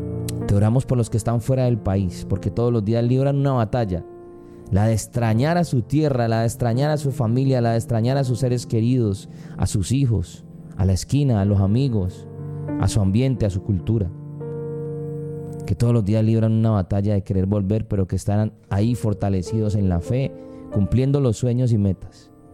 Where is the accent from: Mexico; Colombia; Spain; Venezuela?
Colombia; nos permitan unirnos como colombianos.